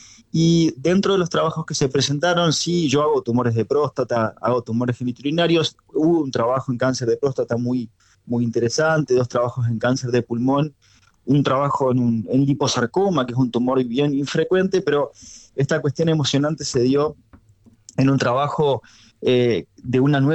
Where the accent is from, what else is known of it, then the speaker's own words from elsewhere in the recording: Argentina; para nosotros como argentinos